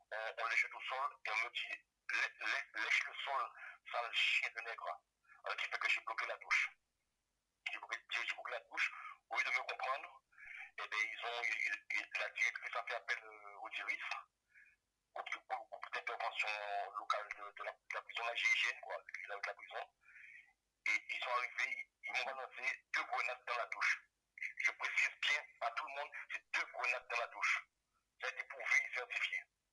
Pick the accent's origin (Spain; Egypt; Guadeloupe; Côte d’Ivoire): Guadeloupe; now in France; moi, je suis un Guadeloupéen, et j'ai le mental, et la force de tenir malgré tout. Même si c'est dur, mais je sais qu'un jour, que, voilà, tout ça va se terminer, et puis je rentrerai chez moi en Guadeloupe